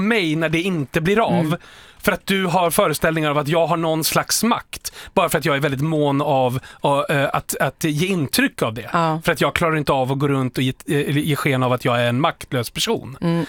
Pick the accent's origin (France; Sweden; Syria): Sweden; Djura, Dalarna County; Eftersom både du och jag är ju från Djura.